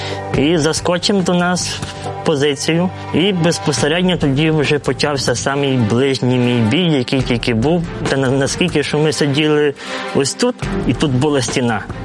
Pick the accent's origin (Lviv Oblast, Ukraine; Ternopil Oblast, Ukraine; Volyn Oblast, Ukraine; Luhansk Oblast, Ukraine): Lviv Oblast, Ukraine; Sambir; Родом я з Львівської області, з міста Самбір.